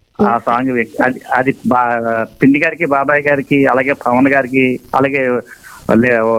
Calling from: Eluru, Andhra Pradesh, India; మాది ఏలూరు అండి.

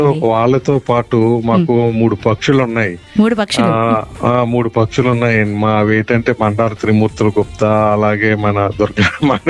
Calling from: Visakhapatnam, Andhra Pradesh, India

